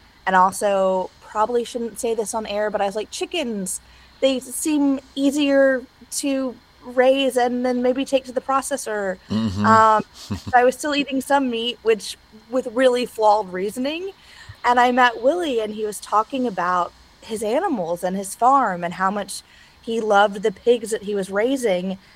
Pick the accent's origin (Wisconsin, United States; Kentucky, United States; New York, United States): Kentucky, United States; Bowling Green; moved away as an adult; also born or lived in Los Angeles; I had just moved back from Los Angeles to my hometown of Bowling Green, Kentucky.